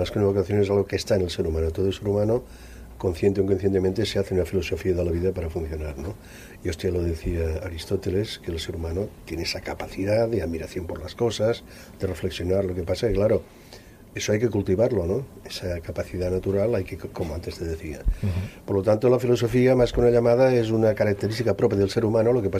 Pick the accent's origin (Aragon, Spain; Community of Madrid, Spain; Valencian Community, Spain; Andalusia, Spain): Aragon, Spain; Digamos que soy maño.